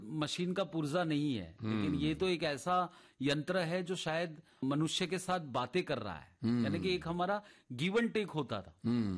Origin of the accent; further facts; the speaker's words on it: Ahmedabad, Gujarat, India; वो हमारे अहमदाबाद में ही, अहमदाबाद हमारा जो एक मोहल्ला है, जो हमारा गांव है छारा नगर गांव, तो वहां पर रहते थे।